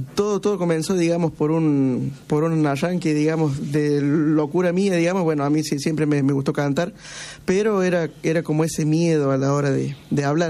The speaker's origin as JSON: {"language": "Spanish", "region": "Córdoba", "country": "Argentina", "said": "Sí, yo soy de Córdoba, capital."}